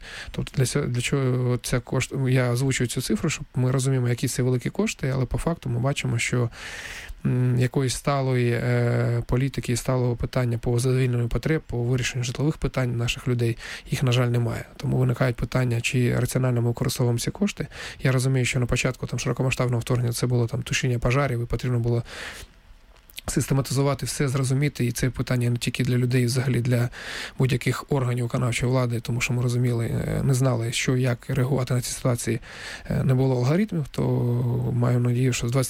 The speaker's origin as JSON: {"language": "Ukrainian", "town": "Donetsk", "region": "Donetsk Oblast", "country": "Ukraine", "said": "я сам з Донецька і вперше відчув на себе і на своїй, як тому скажуть, шкурі"}